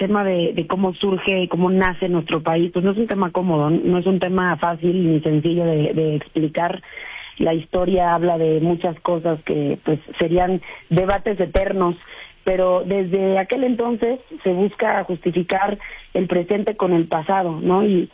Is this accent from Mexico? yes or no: yes; Mexico; Yo me considero una mexicana, ¿no?